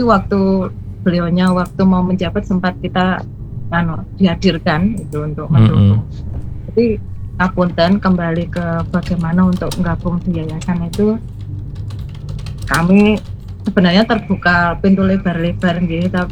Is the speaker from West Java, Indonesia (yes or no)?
no; Boyolali, Central Java, Indonesia; born there; moved away; Kalau saya juga saya lahir di Boyolali.